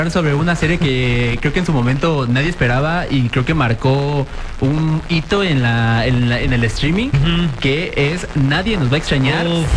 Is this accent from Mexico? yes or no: yes; Mexico